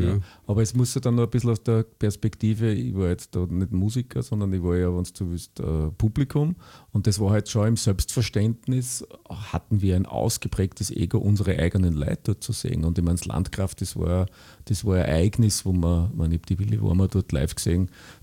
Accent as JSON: {"language": "German", "town": "Linz", "region": "Upper Austria", "country": "Austria", "said": "deswegen bin ich auch sehr stolz, mittlerweile immer sagen zu können, ich komme aus Linz"}